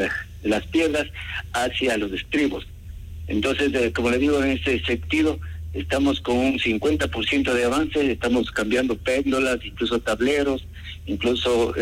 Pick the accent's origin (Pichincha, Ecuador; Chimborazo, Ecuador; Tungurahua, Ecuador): Tungurahua, Ecuador; Baños; yo también soy de Baños